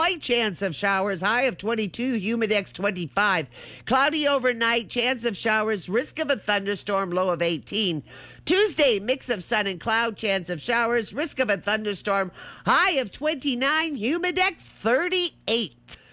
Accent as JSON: {"language": "English", "country": "Canada", "said": "I am proudly Canadian, but I'm also proud of my heritage, French, English, and Acadian."}